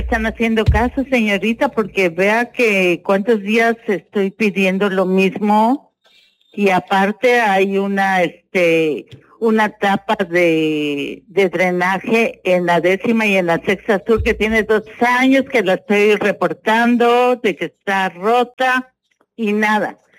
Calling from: Tapachula, Chiapas, Mexico; soy de aquí de Tapachula.

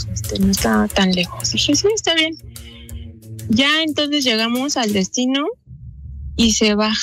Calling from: Mexico City, Mexico; De aquí, de la CDMX.

